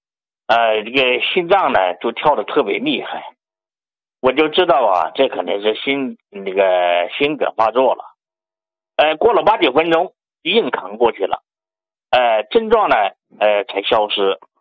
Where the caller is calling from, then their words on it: Yibin, Sichuan, China; 我是四川宜宾的。